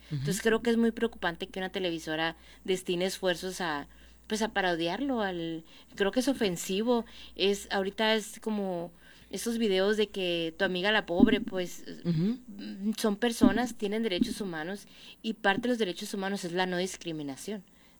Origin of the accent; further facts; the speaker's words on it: Mexico; algo que nos duele tanto, que nos debiera doler tanto como mexicanos